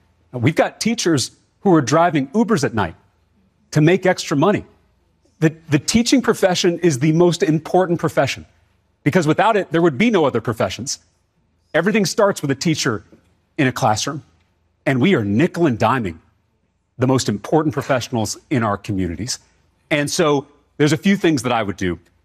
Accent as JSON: {"language": "English", "town": "Round Rock", "region": "Texas", "country": "United States", "tie": "born or raised there", "said": "when a seat in that very same legislature opened up in my hometown of Round Rock, Texas, I threw my hat in the ring"}